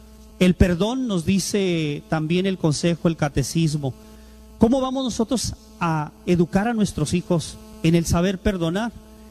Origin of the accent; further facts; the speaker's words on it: Tijuana, Baja California, Mexico; born there; Yo nací aquí en Tijuana. Por supuesto, una madre soltera fue la que me crió.